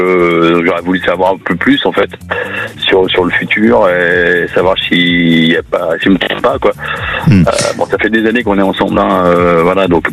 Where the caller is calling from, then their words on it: Normandy, France; J'appelle de proche, près de Rouen.